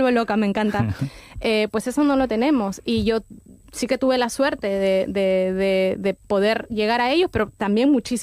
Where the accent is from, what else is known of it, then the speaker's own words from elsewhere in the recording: Peru; now in Spain; Bueno, yo no soy de aquí, se me notará en el acento. Yo soy peruana, vivo en España hace 6 años más o menos.